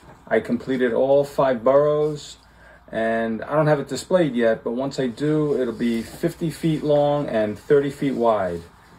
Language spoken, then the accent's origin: English; New York City, New York, United States; When I was a kid growing up in Queens